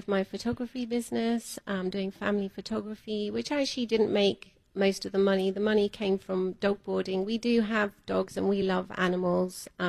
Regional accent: Devon, South West England, United Kingdom; moved away as an adult; now in Atlanta, United States; Devon. I'm from Devon

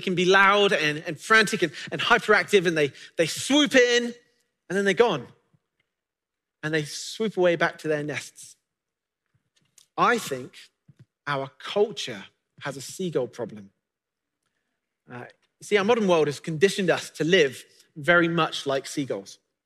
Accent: England, United Kingdom; moved away; And being from the UK, I know this only too well. We used to go on vacations to the beach, which was an hour away from where I used to live.

